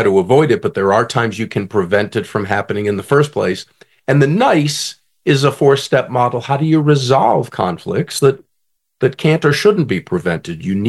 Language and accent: English; Farmington, New Mexico, United States; people ask me, where did you grow up? I always say, I'm trying to do it in Farmington, New Mexico.